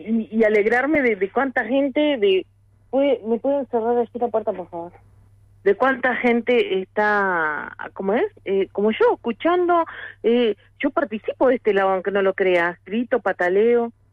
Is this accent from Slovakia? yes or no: no; Uruguay; ¿Te parece que una uruguaya, pues yo soy uruguaya, amo mi país, pero yo tener que estar diciendo que en Buenos Aires me salvaron la vida